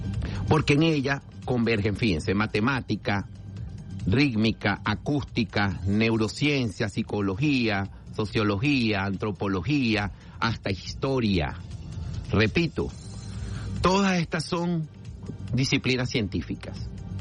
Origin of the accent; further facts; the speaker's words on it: Venezuela; como latinos, como seres humanos, como venezolanos.